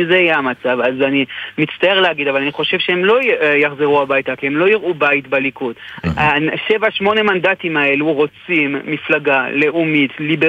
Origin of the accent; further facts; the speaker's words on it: Canada; גדלנו בקנדה ודיברנו על הוקי, לא דיברנו על, לא ידענו בכלל מה זה וורלד קאפ, לא ידענו בכלל מה זה.